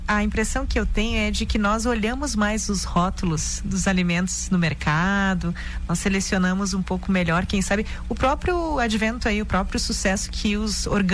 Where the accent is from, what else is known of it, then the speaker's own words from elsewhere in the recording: Rio Grande do Sul, Brazil; now in Lages, Brazil; Eu sou gaúcha, então pelo sotaque talvez vocês...